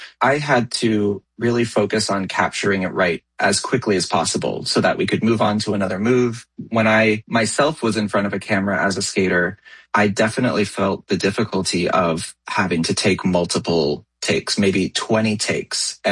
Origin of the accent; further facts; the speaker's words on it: Los Angeles, California, United States; I grew up in Los Angeles. That's where I started to skate.